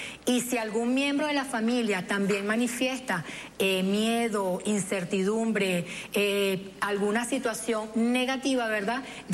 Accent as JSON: {"language": "Spanish", "country": "Venezuela", "said": "Y en cuanto a nosotros como venezolanos, nuestra familia es lo que nos motiva a seguir adelante"}